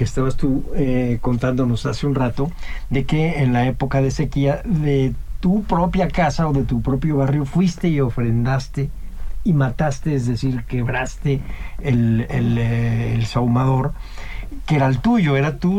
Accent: Michoacán, Mexico; Y los que somos del área de Michoacán, tenemos otro.

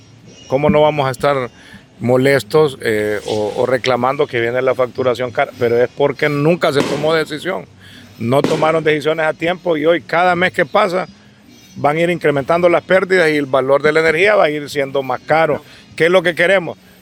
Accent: Honduras; quien la paga somos el pueblo hondureño

